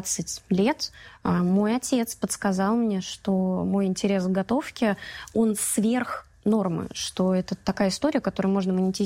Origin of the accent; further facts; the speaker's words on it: Saransk, Mordovia, Russia; Это мой дедушка Валер Николаевич, вот такие вот у меня праздники всегда собирал в Саранске, в городе.